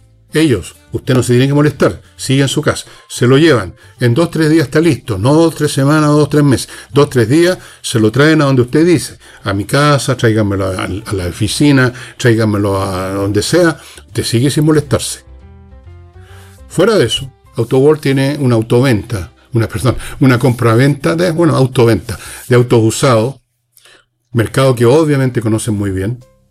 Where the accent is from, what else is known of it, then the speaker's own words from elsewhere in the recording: Chile; yo soy chileno